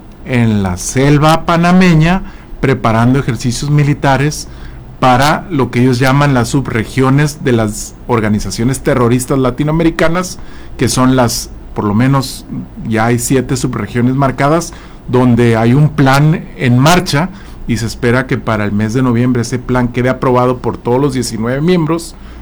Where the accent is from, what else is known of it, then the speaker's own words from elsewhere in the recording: Mexico; Vivimos como mexicanos en el ámbito de influencia de una hegemonía que es nuestro vecino.